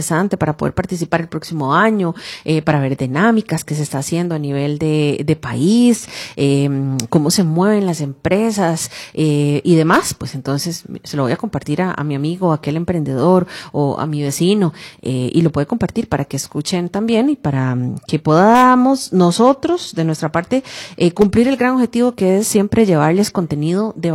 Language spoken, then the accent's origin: Spanish; Costa Rica